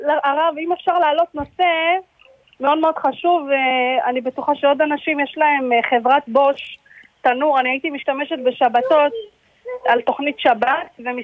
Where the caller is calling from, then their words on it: Netanya, Central District, Israel; אז אני מאזור נתניה